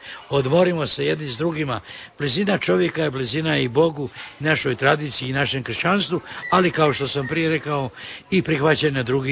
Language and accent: Croatian; Sisak-Moslavina County, Croatia; smo mi na Banovini, znači to je područje Siska, Petrinje, Gline, Gvozda, Topuskoga, Sirotinski